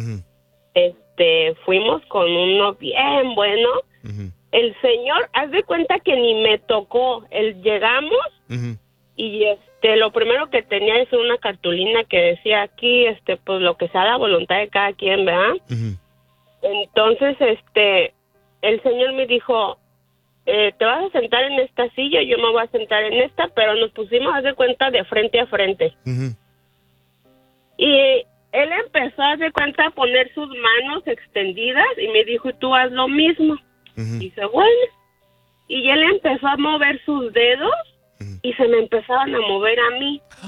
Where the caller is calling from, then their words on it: Uruapan, Michoacán, Mexico; yo soy de Uruapan.